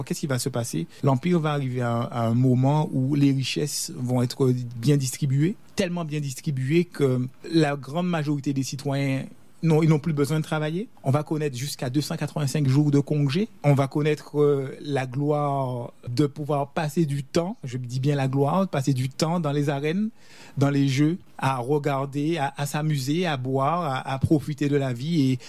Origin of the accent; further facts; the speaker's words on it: France; nous en tant que Français